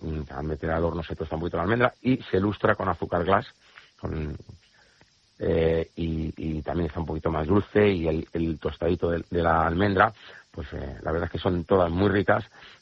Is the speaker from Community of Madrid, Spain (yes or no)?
yes; Community of Madrid, Spain; Yo me considero muy madrileño